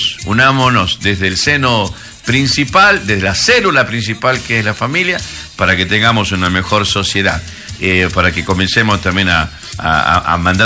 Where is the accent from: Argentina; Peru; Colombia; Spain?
Argentina; ¿Somos argentinos o no somos argentinos, chicos?